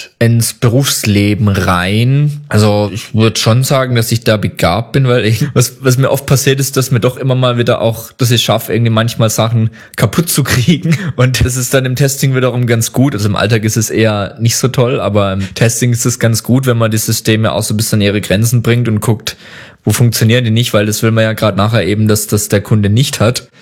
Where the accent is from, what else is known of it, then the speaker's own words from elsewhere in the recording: Pforzheim, Baden-Württemberg, Germany; die Mission lag nicht so weit weg von Pforzheim da, wo ich aufgewachsen bin.